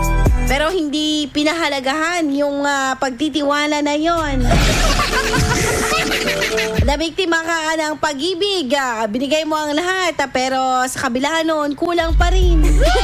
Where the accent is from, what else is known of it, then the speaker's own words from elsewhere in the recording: Calasiao, Ilocos Region, Philippines; taga-Kalasyaw ako kung saan maraming mga tinapa